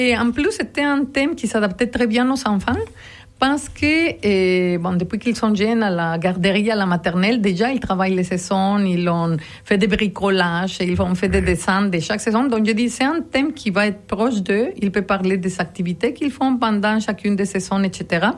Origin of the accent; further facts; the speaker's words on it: Mexico; moved away as an adult; je viens du Mexique.